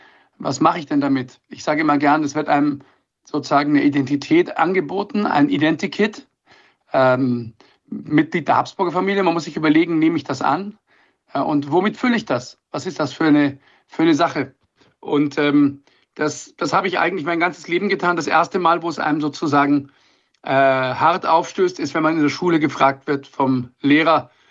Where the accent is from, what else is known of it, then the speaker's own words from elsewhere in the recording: Germany; born there; Und dann, als ich geboren bin, bin ich in Deutschland geboren. Und so habe ich eine deutsche Staatsbürgerschaft.